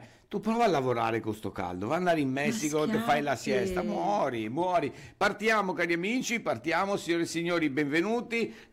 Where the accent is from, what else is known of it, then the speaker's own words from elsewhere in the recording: Venice, Veneto, Italy; anch'io cresciuto a Venezia